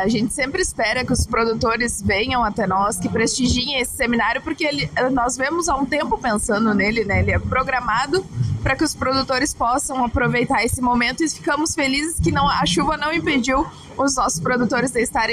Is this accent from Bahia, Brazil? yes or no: no; Restinga Seca, Rio Grande do Sul, Brazil; pessoal de Restinga Seca, aí Minha Terra, Natal.